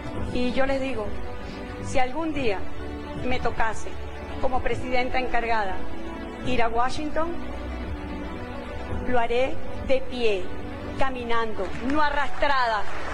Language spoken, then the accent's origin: Spanish; Venezuela; Tenemos que ir juntos como venezolanos y como venezolanas a defender la soberanía